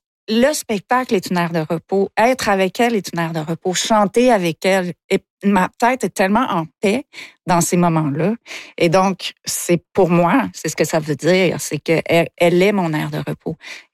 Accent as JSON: {"language": "French", "town": "Hauterive", "region": "Quebec", "country": "Canada", "said": "Moi, je viens de Haute-Rive, donc sur le bord du fleuve."}